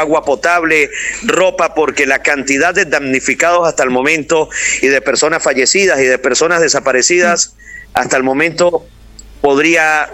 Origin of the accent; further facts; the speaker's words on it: Táchira, Venezuela; Estamos en el estado Táchira, municipio Fernández Feo.